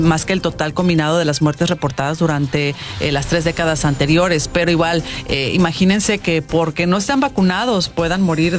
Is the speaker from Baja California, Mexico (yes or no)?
no; Sinaloa, Mexico; en mi tierra decía, le prendió al chamaco la vacuna